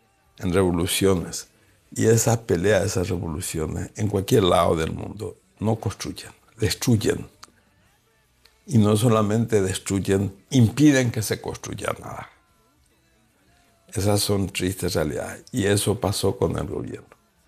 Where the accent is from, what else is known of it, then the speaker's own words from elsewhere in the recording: Piribebuy, Cordillera, Paraguay; después se radicaron en Piribebuy, donde yo nací ya y donde yo me crié.